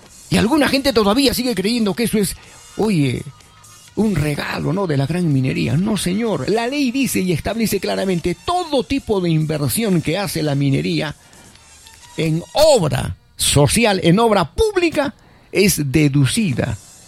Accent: Peru; ¿De qué somos dueños los peruanos el día de hoy?

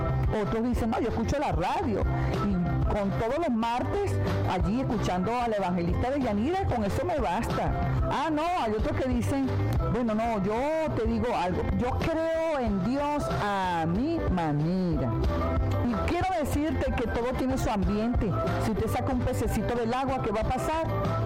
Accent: Venezuela; Con los comelones que somos nosotros los venezolanos, todo el mundo ayunando porque está conectado por Plenitud 90.9

